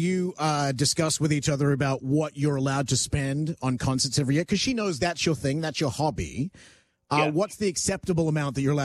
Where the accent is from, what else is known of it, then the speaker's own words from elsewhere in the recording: Sydney, New South Wales, Australia; moved away; because that's my hometown.